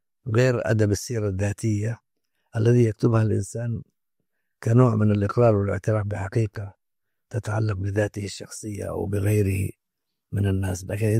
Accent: Yemen; نحن عندنا في اليمن في بعض اللغات التاريخية خبت أو تلاشت وذابت في أساس العربية العامة التي نتحدث فيها الآن

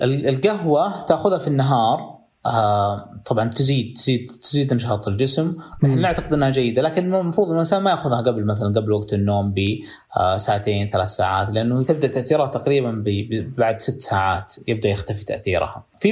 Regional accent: Saudi Arabia

